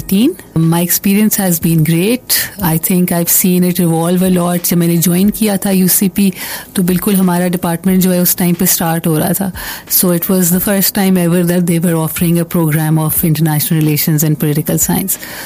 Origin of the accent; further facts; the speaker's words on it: Pakistan; events that shape each of us as a Pakistani, when we look at our political system and what it is providing for us.